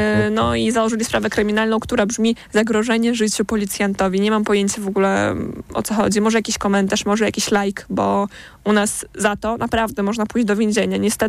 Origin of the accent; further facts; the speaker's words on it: Belarus; moved away as an adult; now in Poland; ja jestem z Białorusi, mam 2,5 godziny.